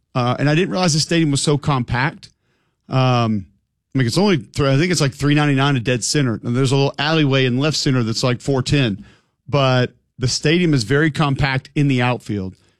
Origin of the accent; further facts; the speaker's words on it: Alabama, United States; We're in town from Alabama.